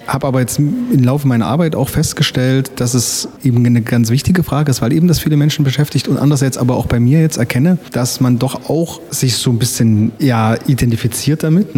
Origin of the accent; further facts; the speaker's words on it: East Germany, Germany; ich bin ja auch in der DDR geboren, habe da auch eine Prägung noch mitbekommen, auch Schule und alles.